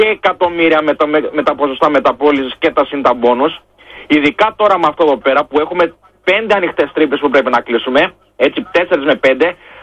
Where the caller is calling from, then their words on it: Eptalofos, Central Macedonia, Greece; από Ασπρόμαυρη Επτάλοφο.